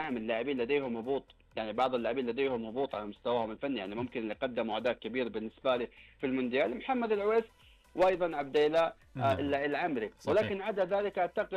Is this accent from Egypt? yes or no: no; Saudi Arabia; احنا كسعوديين